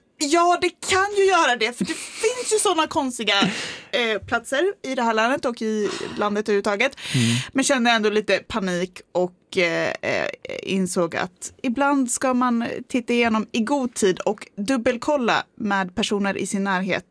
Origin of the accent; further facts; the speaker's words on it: Norrland, Sweden; moved away; uppifrån Norrland där jag kommer ifrån.